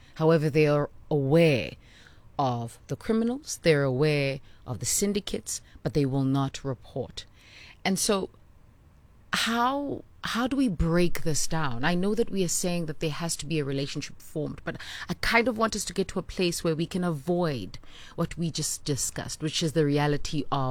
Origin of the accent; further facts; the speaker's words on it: South Africa; How do we as South African citizens begin to forge an understanding of how we can solve for X in our community?